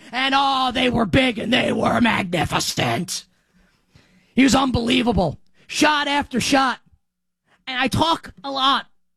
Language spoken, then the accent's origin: English; New York, United States; I'm a Knicks fan, and I'm a New Yorker.